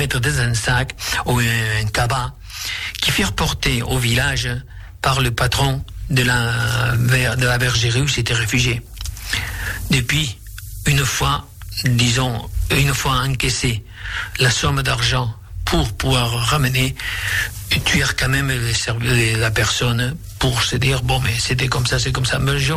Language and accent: Catalan; Aragon, Spain; Jo, que m'he criat en la Franja de Ponent